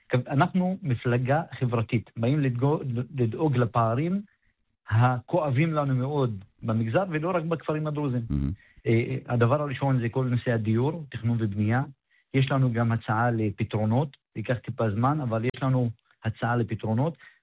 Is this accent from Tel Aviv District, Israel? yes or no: no; Maghar, Northern District, Israel; אני ממרר.